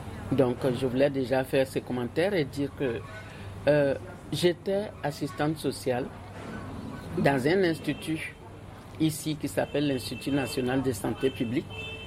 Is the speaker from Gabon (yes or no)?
no; Côte d’Ivoire; Je suis ivoirienne